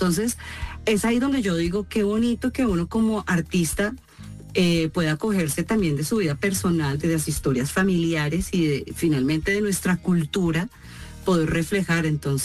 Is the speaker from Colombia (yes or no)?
yes; Colombia; accent: Colombian; he tenido que bajarle un poco mi tono o a mi acento colombiano y volverlo un poquito más mexicano